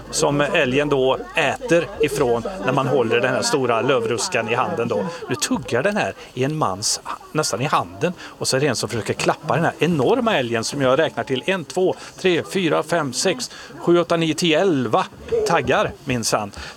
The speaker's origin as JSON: {"language": "Swedish", "town": "Arvika", "region": "Värmland", "country": "Sweden", "tie": "born or raised there", "said": "Det hände faktiskt mig när jag gick i skolan hemma i Arvika."}